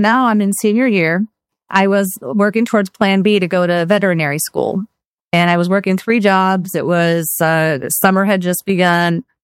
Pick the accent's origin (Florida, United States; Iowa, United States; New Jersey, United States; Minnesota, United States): Minnesota, United States; I was born in 1974, grew up in a small town, 1,200 people, northern Minnesota, with one traffic light.